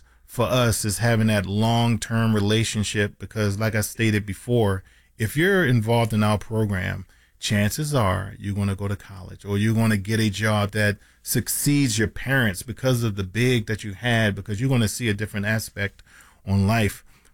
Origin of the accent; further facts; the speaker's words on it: Cameroon; So being from Cameroon, majority of the time, of course, the parents are born and raised in Cameroon